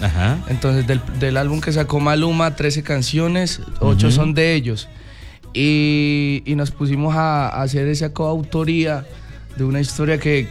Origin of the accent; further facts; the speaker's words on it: Garzón, Huila, Colombia; moved away as an adult; now in Medellín, Colombia; Soy de Garzón Huila. Actualmente vivo en Medellín, me fui hace 9 meses a vivir en Medellín.